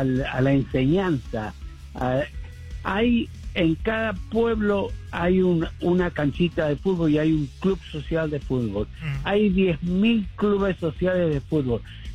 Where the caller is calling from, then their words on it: Argentina; Yo soy argentino